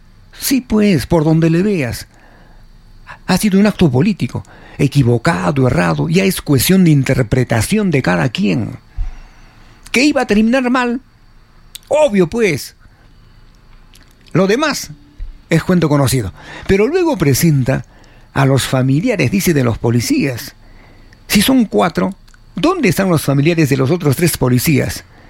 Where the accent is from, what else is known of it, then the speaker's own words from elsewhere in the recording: Peru; Porque no estaba de acuerdo, como muchos peruanos, millones de peruanos, con un gobierno de Toledo que ya terminó saliendo por la tangente. Política entreguista, la entrega de nuestro gas